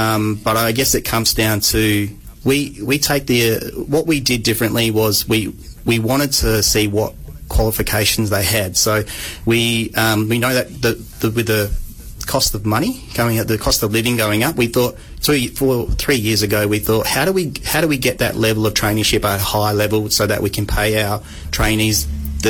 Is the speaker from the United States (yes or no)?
no; Shark Bay, Western Australia, Australia; I started as a chef back in my hometown in Shark Bay